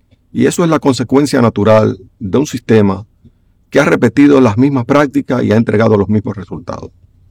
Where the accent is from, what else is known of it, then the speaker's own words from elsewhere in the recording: Dominican Republic; les hablo como un dominicano más